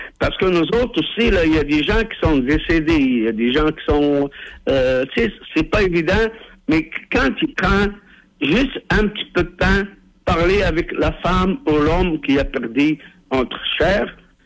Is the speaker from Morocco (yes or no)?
yes; Morocco; Moi, là, je viens du Maroc, OK?